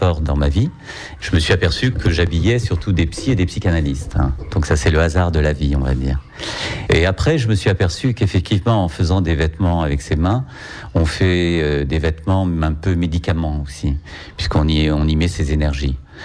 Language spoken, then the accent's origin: French; Paris, Île-de-France, France; born there; Donc mon histoire, je suis né à Paris.